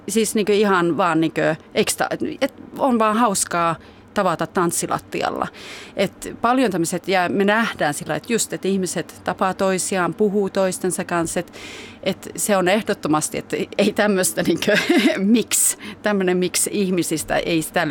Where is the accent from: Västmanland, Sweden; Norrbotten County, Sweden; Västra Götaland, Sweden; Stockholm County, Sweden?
Västmanland, Sweden; Hallstahammar; mä oon Hallstahammerista kotoisin